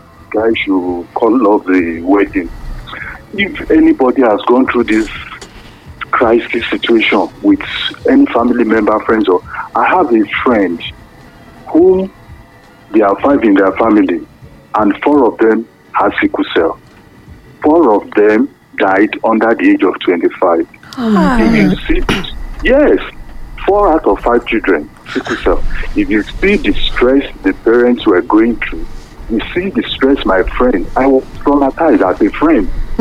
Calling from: Ibadan, Oyo, Nigeria; I'm calling from Iwo Road.

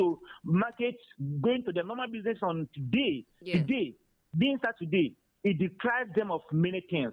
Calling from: Emene, Enugu State, Nigeria; Yes, I'm calling you from Emene.

